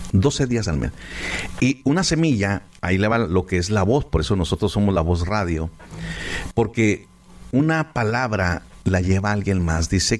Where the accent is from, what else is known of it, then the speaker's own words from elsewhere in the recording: San Luis Potosí, Mexico; Es que Dios nos habló a mi esposa y a mí que tenemos que abrir una iglesia en mi pueblito o campus San Luis Potosí. San Nicolás es la cabecera, el pueblo, pero es en San Luis Potosí